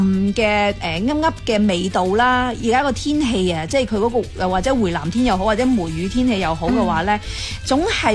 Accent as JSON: {"language": "Cantonese", "region": "Guangdong", "country": "China", "said": "我哋广东人"}